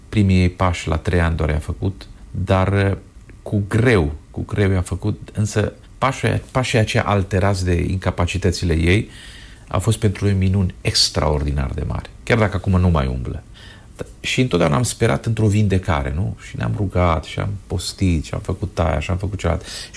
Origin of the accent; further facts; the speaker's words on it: Romania; now in Madrid, Spain; noi suntem români